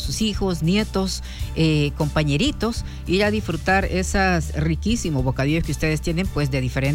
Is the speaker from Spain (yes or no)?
no; El Salvador